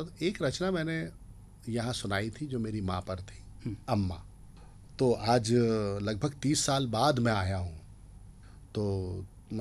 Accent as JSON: {"language": "Hindi", "town": "Vidisha", "region": "Madhya Pradesh", "country": "India", "tie": "born or raised there", "also_born_or_lived": "Bhopal", "said": "मैं संयुक्त परिवार में पला बड़ा हूँ विदिशा भोपाल में"}